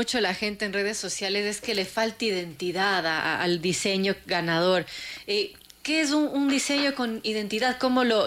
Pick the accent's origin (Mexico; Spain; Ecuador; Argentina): Ecuador